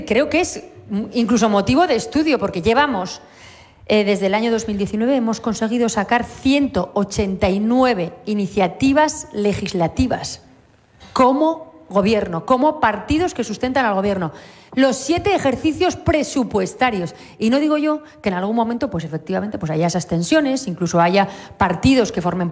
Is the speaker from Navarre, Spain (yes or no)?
yes; Navarre, Spain; los navarros somos plurales, diversos